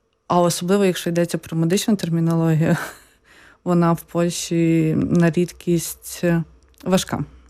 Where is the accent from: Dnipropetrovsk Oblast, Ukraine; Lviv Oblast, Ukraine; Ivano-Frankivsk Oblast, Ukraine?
Lviv Oblast, Ukraine; Я, може, більше розуміла, бо я сама з Львівської області, та й Західної України, і ми трохи наслухані польської мови.